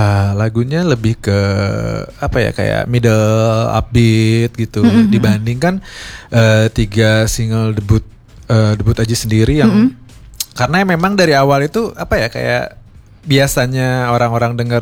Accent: Bandung, West Java, Indonesia; moved away as an adult; now in Jakarta, Indonesia; Secara singkat ya, jadi … asalnya dari Bandung, lahir besar di Bandung

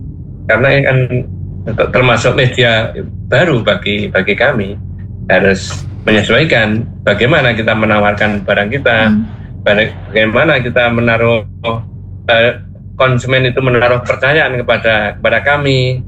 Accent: Central Java, Indonesia; now in Karanganyar, Indonesia; yang di Manyaran, desa Keposari itu, desa kami

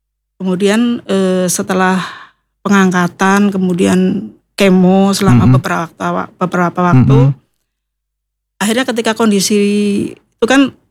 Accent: Pemalang, Central Java, Indonesia; moved away as an adult; now in Serang, Purbalingga, Indonesia; Saya asli dari Pemalang.

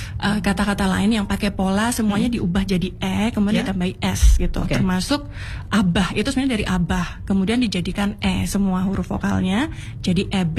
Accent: Java, Indonesia; kita tuh orang Jawa biasanya batu jadi mbatu, blitar jadi blitar gitu kan ya.

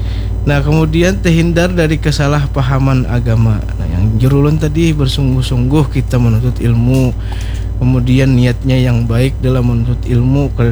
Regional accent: South Kalimantan, Indonesia; first language Banjar; kita sebagai penuntut ilmu itu dalam bahasa kita Banjar nih lah, sambil bahasa Banjar lo nih pula bahasa ya, Banjar, iya.

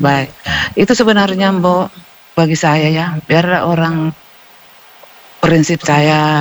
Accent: South Sulawesi, Indonesia; born there; also born or lived in Maros; now in Gowa, Indonesia; mangga itu kan di kampungku. Di Tonasa itu, Tonasa 1 masuk.

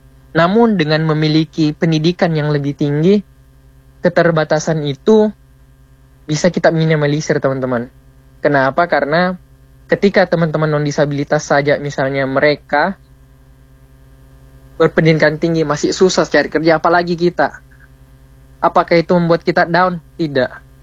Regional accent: Makassar, South Sulawesi, Indonesia; kita ini orang Makassar

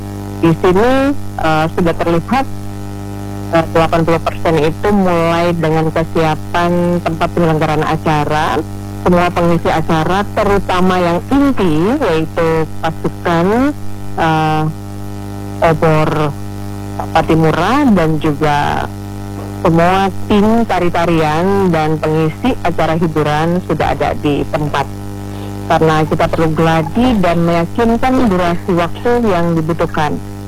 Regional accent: Maluku, Indonesia; now in Biak Numfor, Indonesia; khususnya katorang orang Maluku

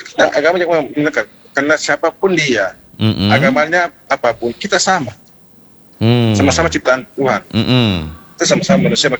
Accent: South Sulawesi, Indonesia; kita orang Bugis

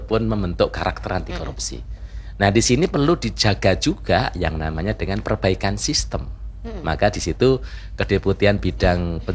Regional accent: Jakarta, Indonesia; Saya datang dari Jakarta.

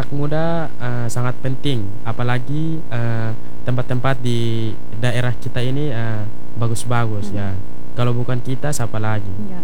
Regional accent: Alor, East Nusa Tenggara, Indonesia; saya ingin lebih mengupdate terus wisata yang ada di Kabupaten Alor di daerah saya sendiri

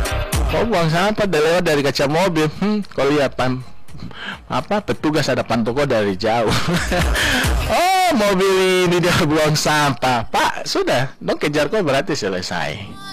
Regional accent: Nabire, Central Papua, Indonesia; saya lahir besar kan di Nabire

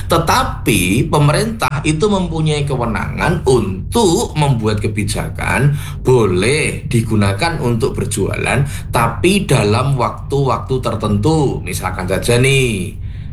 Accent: Surakarta, Central Java, Indonesia; born or raised there

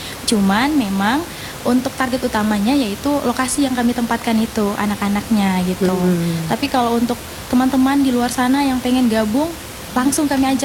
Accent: Ternate, North Maluku, Indonesia; Dari Ternate.

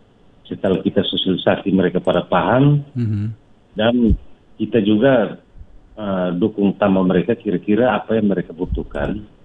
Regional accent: Rote, East Nusa Tenggara, Indonesia; kita sebagai warga Rote

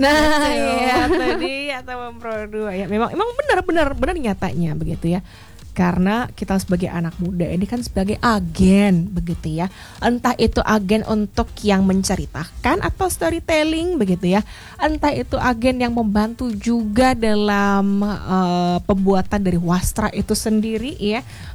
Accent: Bali, Indonesia; Jujur, saya sebagai warga Bali juga kadang kita ngomongnya gele-gelean gitu ngelihat harga songket di Bali ya.

